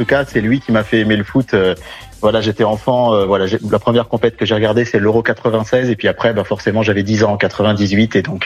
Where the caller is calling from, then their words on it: Bourbon-Lancy, Bourgogne-Franche-Comté, France; j'ai 38 ans et j'habite à Bourbon-Lancy en Saône-et-Loire.